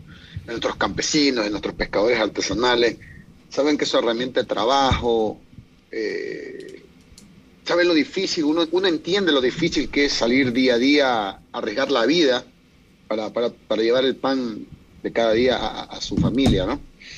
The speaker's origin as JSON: {"language": "Spanish", "region": "Manabí", "country": "Ecuador", "said": "duele como manavitas, duele como ecuatorianos ver ese tipo de situaciones."}